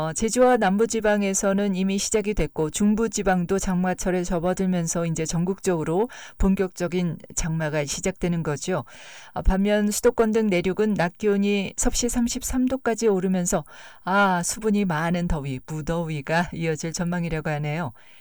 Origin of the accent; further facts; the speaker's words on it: South Korea; now in United States; 미국에 살고 있는 한국인으로서는